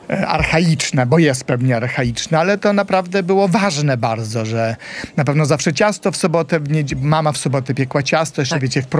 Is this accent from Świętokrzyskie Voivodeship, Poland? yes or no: no; Grajewo, Podlaskie Voivodeship, Poland; Ja pochodzę, jak państwo wiecie, a jak nie wiecie, to się dowiecie, ja pochodzę z Podlasia, czyli z Grajewa, czyli tam, gdzie robią te mleko łaciate i te masło łaciate